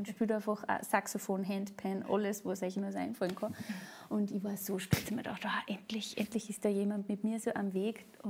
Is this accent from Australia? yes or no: no; Salzburg, Austria; ich komme aus dem Pongau